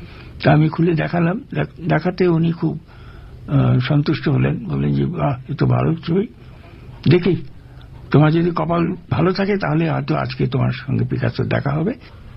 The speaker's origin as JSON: {"language": "Bangla", "town": "Kolkata", "region": "West Bengal", "country": "India", "said": "তো আমি বললাম যে আমি কলকাতার লোক।"}